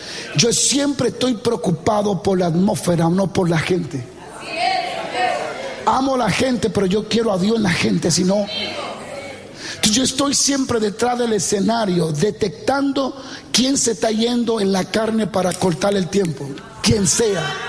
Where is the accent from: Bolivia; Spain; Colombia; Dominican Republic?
Dominican Republic